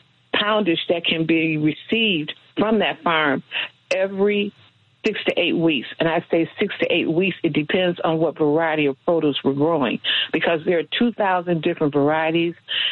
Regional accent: Ford Heights, Illinois, United States; When I grew up in East Chicago Heights many years ago, we did have grocery stores

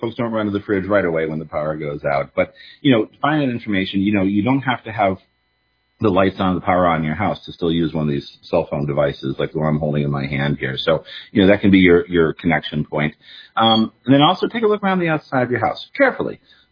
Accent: East Lansing, Michigan, United States; So, you know, I come from East Lansing.

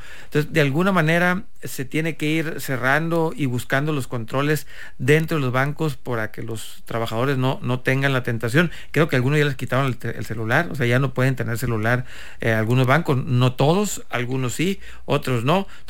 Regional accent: Mexico; como mexicanos, como ciudadanos, tenemos que cuidarnos de todo mundo te quiere fregar

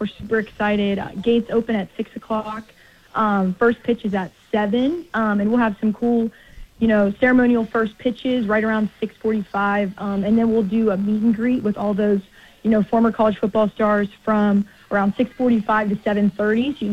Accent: Pittsburgh, Pennsylvania, United States; moved away as an adult; I'm from Pittsburgh, so I'm a diehard Steelers fan. I moved down here for school, so I've assimilated, though.

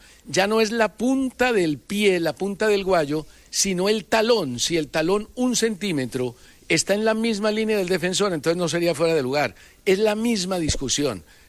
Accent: Colombia; que a uno como colombiano

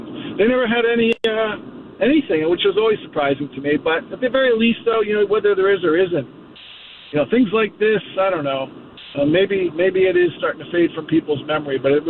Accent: Rhode Island, United States; also born or lived in Boston, United States / New York City, United States; I was there, I lived there in 94 from Boston after growing up in Rhode Island.

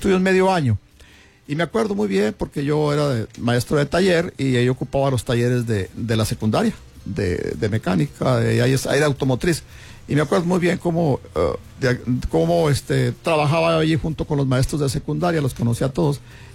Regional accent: Durango, Mexico; tenía un trabajo por ahí pendiente en mi tierra que es Durango y estaba esperando que me dieran esa oportunidad.

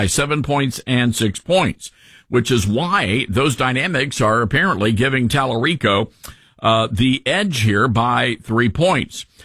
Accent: Tennessee, United States; I want to turn our attention right away to the state of Tennessee, my home state.

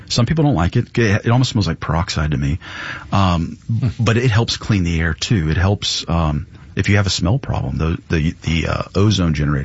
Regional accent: Florida, United States; moved away; I told you guys earlier that I'm from Florida. When I moved up here

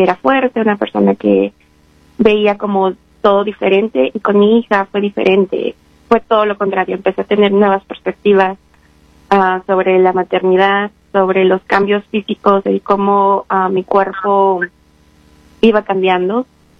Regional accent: Apizaco, Tlaxcala, Mexico; soy mexicana del estado de Tlaxcala, es el estado más chiquito que se encuentra en la República Mexicana, en la ciudad de Apitaco.

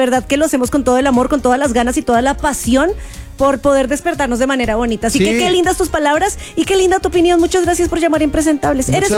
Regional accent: Bogotá, Colombia; now in Mexico City, Mexico; Rola Chilanga. Rola es el gentilicio que le dicen a la gente en Bogotá, en mi ciudad.

